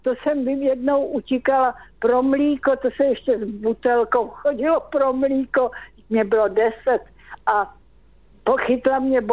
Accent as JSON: {"language": "Czech", "town": "Přelouč", "region": "Pardubice Region", "country": "Czechia", "said": "Já jsem byla z Přelouče"}